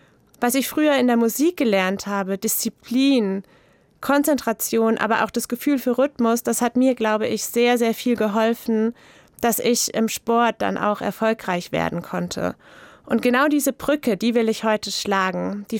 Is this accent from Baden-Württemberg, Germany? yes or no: no; Kaiserslautern, Rhineland-Palatinate, Germany; in Kaiserslautern, in der Stadt, aus der ich komme